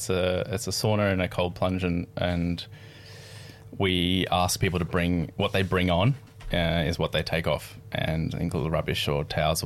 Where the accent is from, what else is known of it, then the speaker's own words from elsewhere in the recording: Piggabeen, New South Wales, Australia; I'm from Piggabeen, which is like on the border. I grew up around there